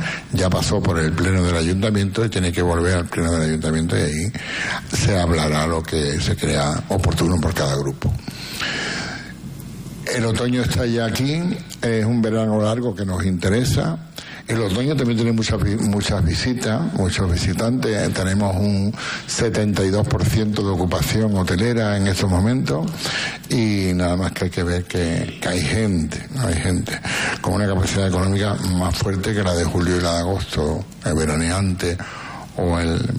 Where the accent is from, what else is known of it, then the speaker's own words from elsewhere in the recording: Andalusia, Spain; somos los andaluces